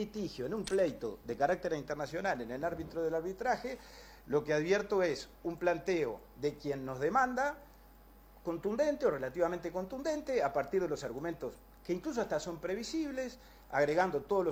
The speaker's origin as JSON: {"language": "Spanish", "country": "Uruguay", "said": "Nosotros somos uruguayos y además somos gobernantes del Uruguay."}